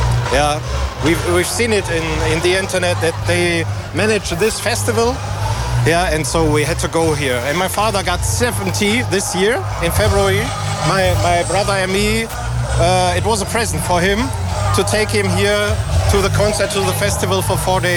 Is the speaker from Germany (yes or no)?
yes; Germany; Dutch is a second language; Wij zijn van uit Duitsland.